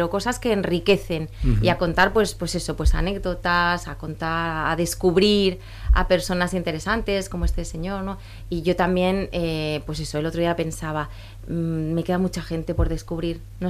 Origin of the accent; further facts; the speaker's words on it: Mallorca, Balearic Islands, Spain; yo soy mallorquina